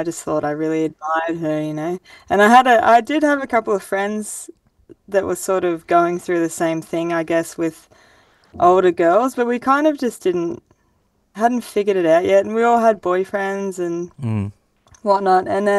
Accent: Grafton, New South Wales, Australia; I grew up in Grafton. It's like a small town, about 25 to 30,000 people, northern New South Wales.

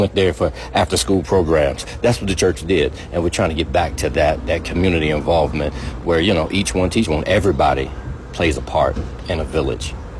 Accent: Beckley, West Virginia, United States; Well, growing up, because I'm from Beckley, West Virginia, growing up in West Virginia, I would often have to use hand-me-downs going to school.

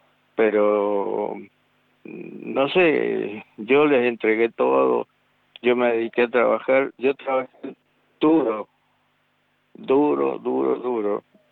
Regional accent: Guaymallén, Mendoza, Argentina; No, siempre nací acá en Mendoza y acá estoy.

